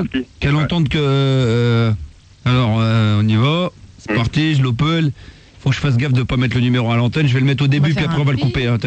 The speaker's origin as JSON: {"language": "French", "region": "Hauts-de-France", "country": "France", "said": "pour te prouver que je suis bien du Nord, je vais te chanter la chanson du Nord"}